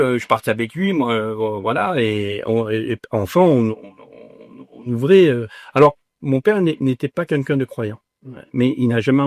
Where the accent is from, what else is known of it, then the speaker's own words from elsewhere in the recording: Provence-Alpes-Côte d'Azur, France; born there; Je suis né dans la Sainte-Baume.